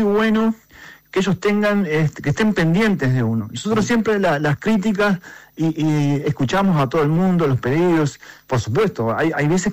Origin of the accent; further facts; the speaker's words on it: Mercedes, Soriano, Uruguay; born there; moved away as an adult; also born or lived in Montevideo, Uruguay; now in Conchillas, Uruguay; Yo soy nacido en Mercedes.